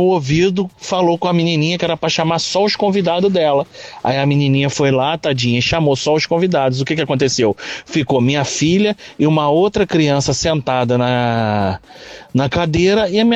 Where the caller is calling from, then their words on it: Cabo Frio, Rio de Janeiro, Brazil; Aqui quem fala é o … sou daqui de Cabo Frio.